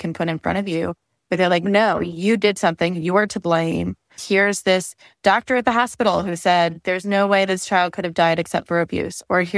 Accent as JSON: {"language": "English", "region": "Indiana", "country": "United States", "said": "In my home state, Indiana, you have to be 18 years old, and that's it."}